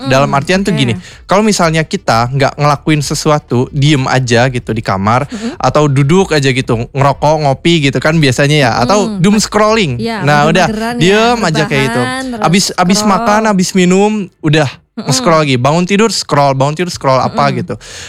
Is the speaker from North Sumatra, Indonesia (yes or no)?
no; Bekasi, West Java, Indonesia; moved away as an adult; now in Purwokerto, Indonesia; aku asli orang Kota Bekasi ya